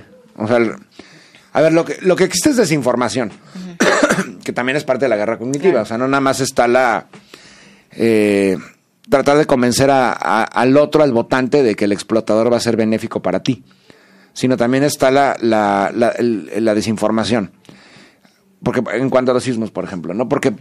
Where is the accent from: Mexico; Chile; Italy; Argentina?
Mexico; y más siendo mexicanos